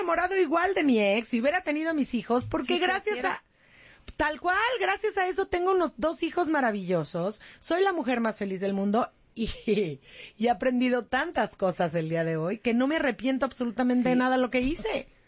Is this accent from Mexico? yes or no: yes; Mexico; Muy feliz de tener mi sangre indígena. Pero somos una gran combinación. Dejémonos de estupideces, que si españoles, que si indígenas. ¡Somos mexicanos, señoras y señores!